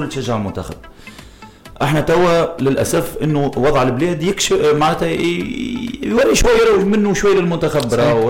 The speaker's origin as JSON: {"language": "Arabic", "country": "Tunisia"}